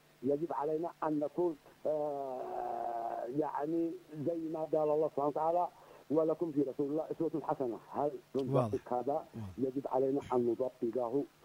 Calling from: Dhamar, Yemen; من محافظة دمار.

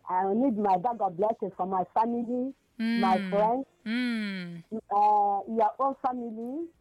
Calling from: Ugwaji, Enugu State, Nigeria; I'm calling from Ugwaji.

